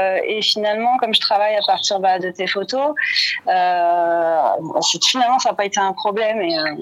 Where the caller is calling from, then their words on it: Saint-Claude, Guadeloupe; j'habite à Saint-Claude, c'est au pied du volcan de la Soufrière.